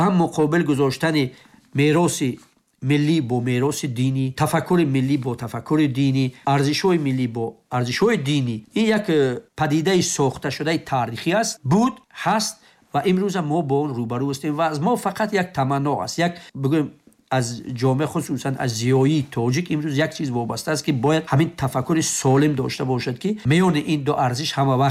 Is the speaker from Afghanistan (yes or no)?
no; Tajikistan